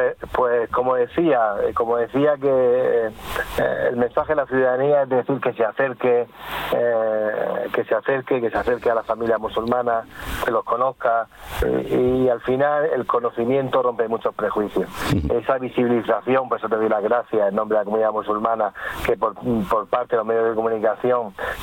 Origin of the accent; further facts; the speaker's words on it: Region of Murcia, Spain; como murcianos, como cartageneros, como molinenses o como jumillanos